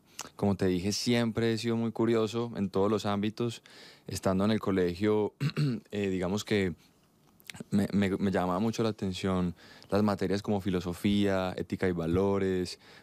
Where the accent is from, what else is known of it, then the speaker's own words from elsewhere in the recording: Envigado, Antioquia, Colombia; Allí paso mi infancia, en este municipio, en Envigado. Nací, crecí, allí tuve mis primeros estudios, fui al colegio.